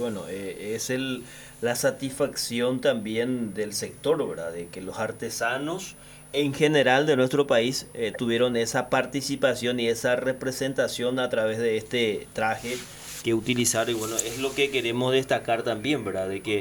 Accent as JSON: {"language": "Spanish", "country": "Paraguay", "said": "los accesorios ancestrales lo utilizamos nosotros, no siendo indígena, es algo particular que tiene el Paraguay."}